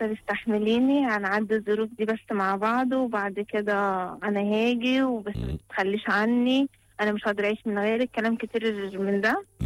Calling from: Beni Suef, Beni Suef Governorate, Egypt; انا من بني سويف

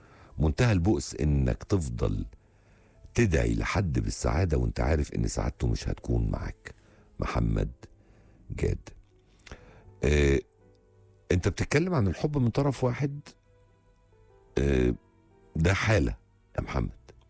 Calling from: Faiyum Governorate, Egypt; من الفيوم، 37 سنة، وفخورة متابعة حضرتك من أيام وأنا في ثانوي.

